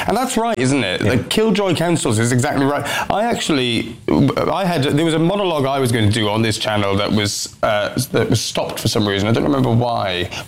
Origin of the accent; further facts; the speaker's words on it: Wales, United Kingdom; I don't identify as much with the English flag as you guys because I'm Welsh.